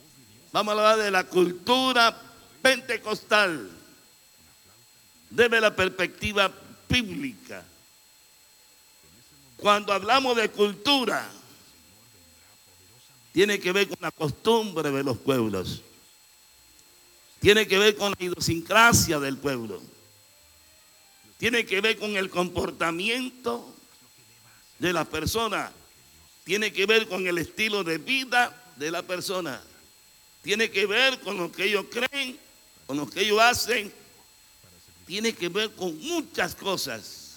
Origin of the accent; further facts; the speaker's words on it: Progreso, Chiriquí, Panama; now in Boquete, Panama; yo vengo de Progreso, donde cada año se celebra la fiesta del arroz. ¿Por qué? Porque Progreso produce arroz.